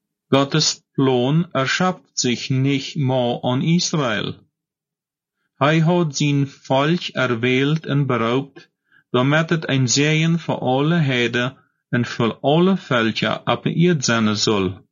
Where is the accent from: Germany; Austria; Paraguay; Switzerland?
Paraguay; moved away; Und wenn ich von dort weiter will, was in meiner Heimat in Paraguay oder in Deutschland für sich gehen wird, dann hier ich einfach die Nachrichten in der deutschen Wahl.